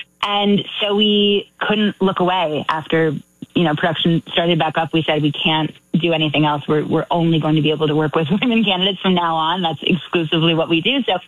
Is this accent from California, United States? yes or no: no; Michigan, United States; You know, I grew up in Michigan, so thanks for giving us a shout out.